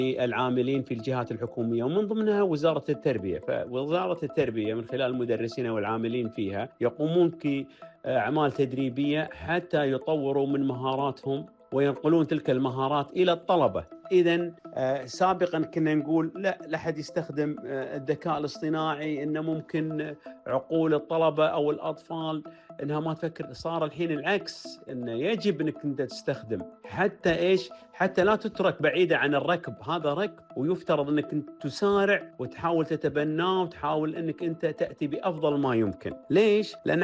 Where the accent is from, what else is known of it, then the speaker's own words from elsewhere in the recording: Kuwait; طبعاً إحنا عندنا بالكويت وقعنا عقود خاصة مع جهات حكومية